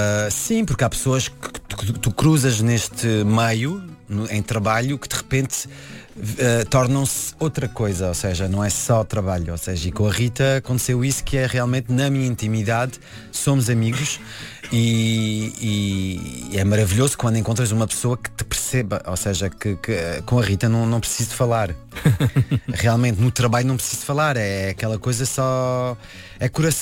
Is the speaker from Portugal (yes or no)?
no; Paris, Île-de-France, France; Portuguese is a second language; a minha vida é parisiense. Ou seja, eu vivo em Paris e nasci lá e desde sempre. Nunca vivi em Lisboa. Pronto, e eu gosto de relevar isso, porque realmente o meu português é, não é muito bom.